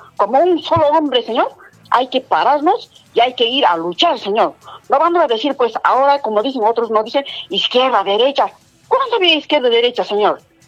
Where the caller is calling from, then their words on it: Cusco, Peru; Cusqueños, con cusqueños tenemos que unirnos.